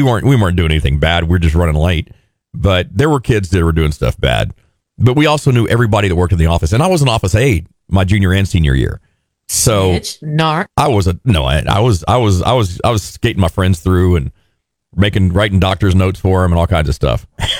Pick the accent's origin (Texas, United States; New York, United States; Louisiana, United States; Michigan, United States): Texas, United States; Pearsall; moved away as an adult; we didn't have a McDonald's growing up in Pearsall.